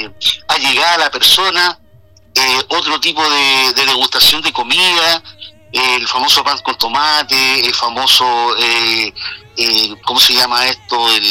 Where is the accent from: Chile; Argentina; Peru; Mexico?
Chile; now in Barcelona, Spain